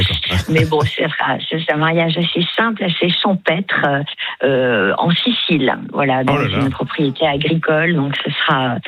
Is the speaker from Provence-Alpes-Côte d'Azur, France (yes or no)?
no; Sestas, Nouvelle-Aquitaine, France; born there; now in Normandy, France; cette belle forêt que je connais bien, puisque moi j'y suis née, le feu s'est arrêté à Sestas, c'est mon village natal.